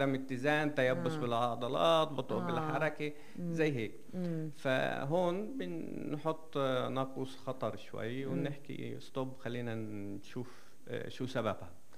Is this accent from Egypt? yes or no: no; Palestine; في فلسطين أكيد إحنا